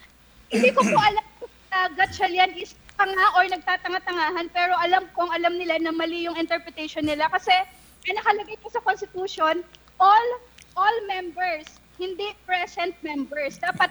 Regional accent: Makati, Metro Manila, Philippines; Ano po kami, taga Makati.

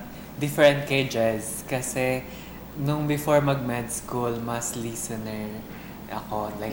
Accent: Quezon City, Metro Manila, Philippines; Ako po, taga Novaliches.

